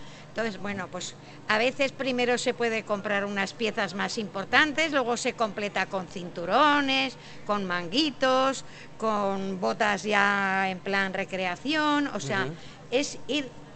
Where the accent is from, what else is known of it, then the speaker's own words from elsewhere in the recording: Almunia de San Juan, Aragon, Spain; moved away as an adult; now in Monzón, Spain; Yo soy de Almunia de San Juan